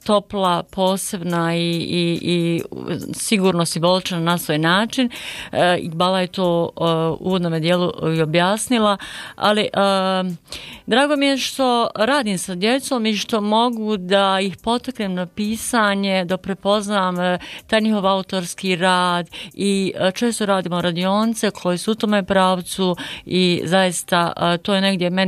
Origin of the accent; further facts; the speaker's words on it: Konjic, Federation of Bosnia and Herzegovina, Bosnia & Herzegovina; born there; ja sam rođena u Konjicu, živim u Najliđi, a radim kao nastavnica u osnovnoj školi Kiseljak 1 u Kiseljaku.